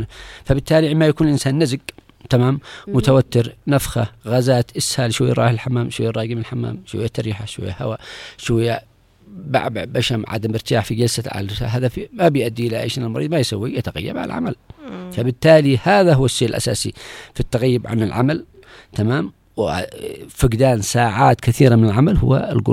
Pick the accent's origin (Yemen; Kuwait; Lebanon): Yemen; عندنا في اليمن